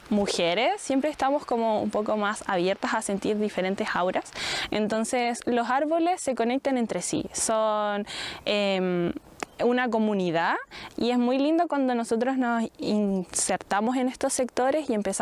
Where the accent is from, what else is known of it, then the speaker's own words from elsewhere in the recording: Araucanía, Chile; born there; now in Lonquimay, Chile; hoy día nos encontramos en la Araucanía, donde yo nací, en un bosque de araucarias y lengas